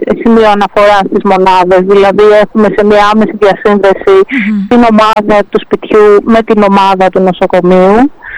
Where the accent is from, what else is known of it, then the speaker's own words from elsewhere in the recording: Piraeus, Attica, Greece; Εγώ είμαι και από τον Πειραιά.